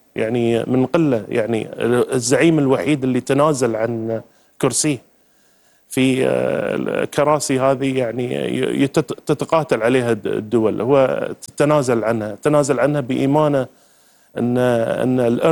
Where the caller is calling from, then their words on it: Qatar; يعني هو اب للقطريين، اب لنا.